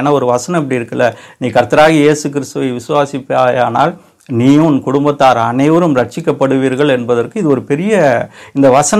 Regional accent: India; born there; also born or lived in Pune / Lucknow; சத்தீஸ்கரில் ஜார்கண்டில் நான் பிறந்தேன்

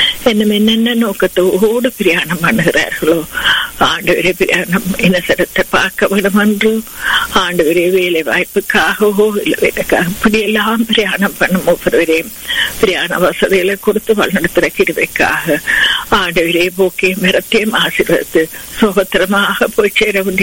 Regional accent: Sri Lanka; moved away; நாங்க பிறந்து வளர்ந்த தேசமாகிய இலங்கை தேசத்துக்காக, அந்த அழகிய தீவுக்காக

